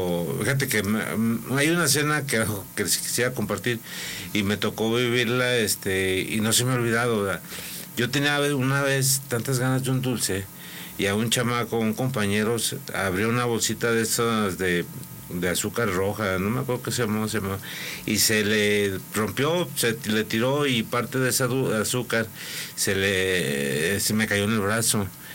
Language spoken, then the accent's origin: Spanish; Aguascalientes, Mexico; Y papá, ellos eran de Zacatecas, nosotros nos quedamos aquí en Aguascalientes, todos mis hermanos somos cuatro, nacimos aquí en Aguascalientes